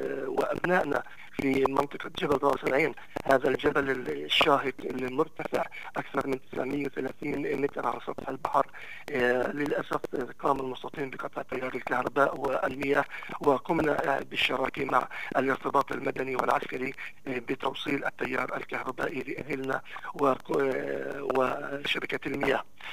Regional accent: Nablus Governorate, Palestine; عندنا في الريف في جنوب نابلس

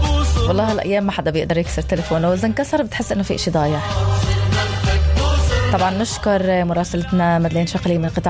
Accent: Palestine; يعني صح أنا من فلسطين وبفتخر إني من فلسطين

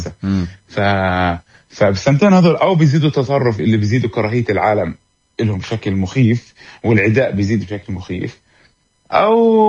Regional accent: Palestine; علينا كلنا كفلسطينيين

